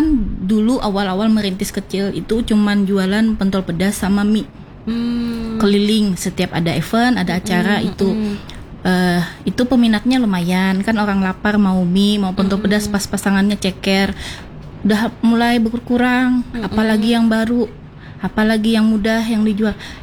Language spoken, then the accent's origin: Indonesian; Banjar, South Kalimantan, Indonesia; Karena aku orang Banjar.